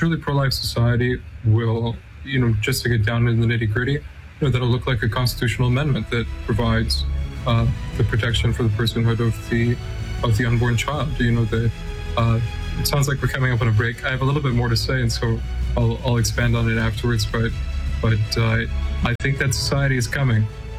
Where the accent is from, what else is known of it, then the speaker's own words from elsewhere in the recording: Canada; now in United States; I'm a Canadian, but, you know, I've been giving thanks to God with all of you Americans in this 250th year of your tax revolt.